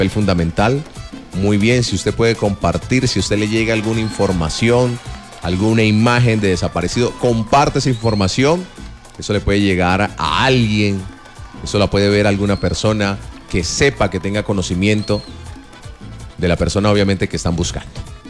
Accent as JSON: {"language": "Spanish", "country": "Colombia", "said": "Como colombiano hemos aprovechado y hemos sabido manejar las redes sociales para la búsqueda de personas, para comunicarnos con las personas."}